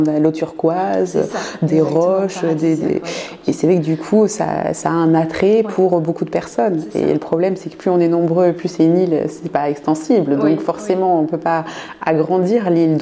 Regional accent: Auvergne-Rhône-Alpes, France; ce sont des oiseaux qu'on n'a pas nous chez nous en France, dans la Drôme, dans l'Ardèche.

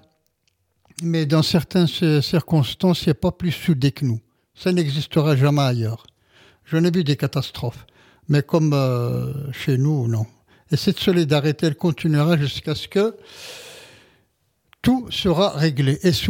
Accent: Algeria; now in France

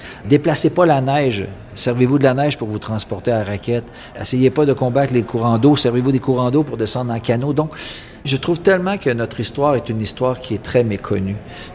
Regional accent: Wendake, Quebec, Canada; je suis un Huron Wandat, je viens du clan de l'Ours et je suis natif de la nation.

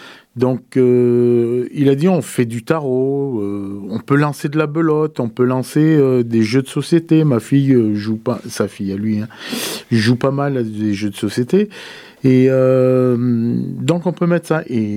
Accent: Die, Auvergne-Rhône-Alpes, France; Donc dans le DIWA, j'ai grandi dans le DIWA, donc j'ai fait les études à Die.

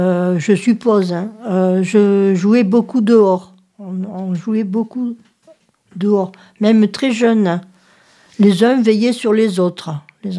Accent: Southern France, France; accent: Midi; tu as vu, j'ai l'accent du midi.

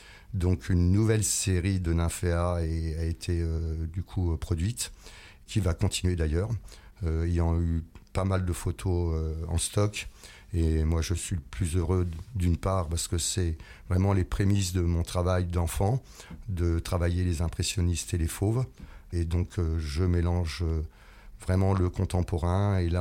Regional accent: Nogent-sur-Seine, Grand Est, France; moved away; j'ai toujours eu de la chance de vivre dans plusieurs endroits tout au cours de l'année. Et entre autres, j'avais un pied-à-terre à Nogent-sur-Seine, ma ville natale

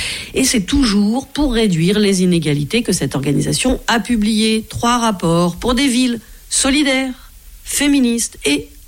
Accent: France

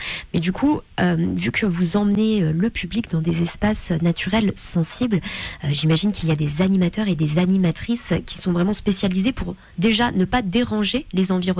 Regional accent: Auvergne-Rhône-Alpes, France; chez nous en Isère

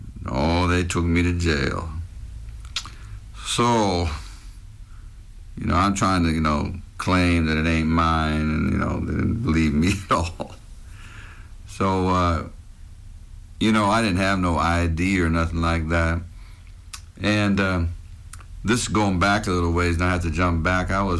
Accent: Canada; born there; I guess they was looking for, where I was born in Canada.

